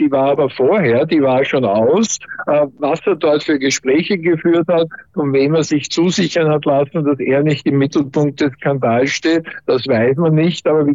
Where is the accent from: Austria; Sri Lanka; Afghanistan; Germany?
Austria; Einerseits als Österreicher auf die Spiele der Österreicher und zweitens bin ich Spanien-Fan